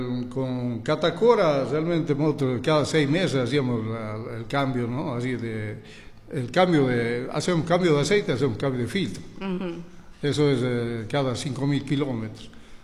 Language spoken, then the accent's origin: Spanish; Tarija, Bolivia; Yo, que soy chapaco de pura cepa, vivo en Tarija, nací en Tarija, nací en el barrio de La Loma, me crié en La Loma.